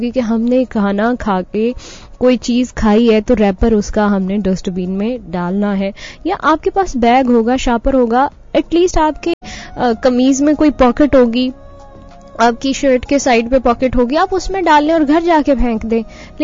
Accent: Punjab, India; हमारी नेचर के लिए ये मौसम जो है वो हमारे यहाँ पंजाब में बहुत ही अच्छा है

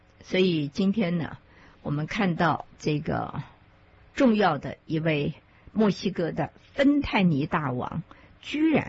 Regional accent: Taiwan; 我们台湾人以前有什么王哥柳哥，是一个漫画的一个主角。

